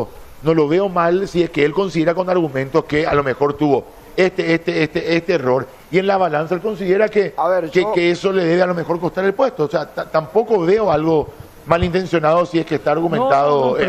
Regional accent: Paraguay; Claro que somos hinchas de la selección porque somos paraguayos

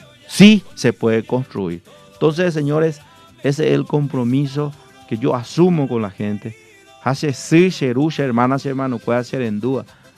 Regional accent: Pedro Juan Caballero, Amambay, Paraguay; yo hablo como Pedro Juanino

